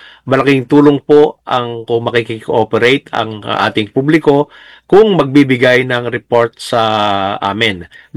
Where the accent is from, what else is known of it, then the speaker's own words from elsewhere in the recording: Mabini, Calabarzon, Philippines; Ako po yung taga-Mabini, Batangas.